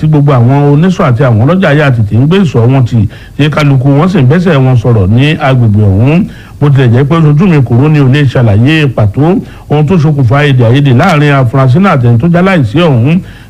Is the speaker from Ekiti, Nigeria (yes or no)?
yes; Ekiti, Nigeria; Ẹ̀rìndí Èkìtì ń gbóni sí ti. Ná bí mi síbẹ̀ náà mo dàgbà sí